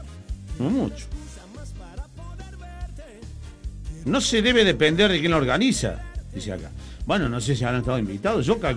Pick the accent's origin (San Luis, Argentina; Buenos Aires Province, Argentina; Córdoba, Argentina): Córdoba, Argentina; Bell Ville; born there; now in Córdoba, Argentina; Como los tres nacimos en Belleville.